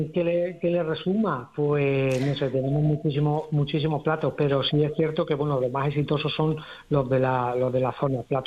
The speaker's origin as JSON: {"language": "Spanish", "town": "Fregenal de la Sierra", "region": "Extremadura", "country": "Spain", "said": "por Fregenal, porque soy fregenense."}